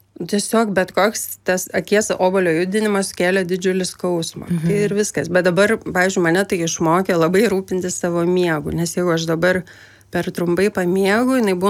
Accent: Vilnius, Vilnius County, Lithuania; Tikrai aš užaugau Aklųjų rajone Vilniuje, aš labai myliu žmonės

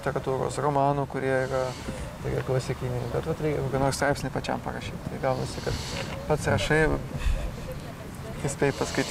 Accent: Aukštaitija, Lithuania; born or raised there

